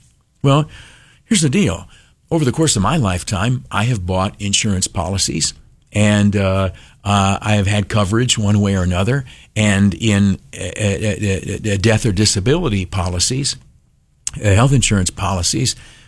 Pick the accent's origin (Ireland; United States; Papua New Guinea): United States; New York; I'm a New Yorker.